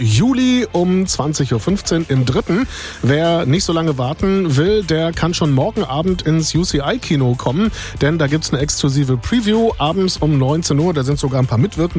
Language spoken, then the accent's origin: German; Duisburg, North Rhine-Westphalia, Germany; Meine Heimat, mein Verein, der MSV und Duisburg gehört einfach